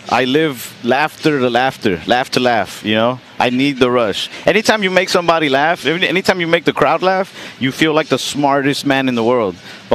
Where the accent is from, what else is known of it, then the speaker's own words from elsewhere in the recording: Texas, United States; My next show here in my hometown is on October 3rd at the Texas Trust Theater